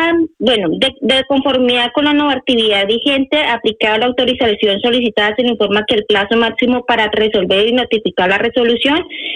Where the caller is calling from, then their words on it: Madrid, Community of Madrid, Spain; Me comunico desde Madrid.